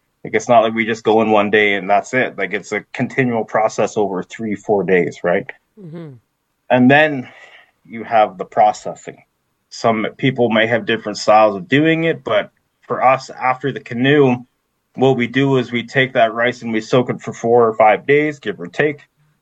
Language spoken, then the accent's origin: English; Alderville, Ontario, Canada; I mean, growing up in Alderville, my aunts and my uncles and my extended family, they were always harvesting wild rice, right?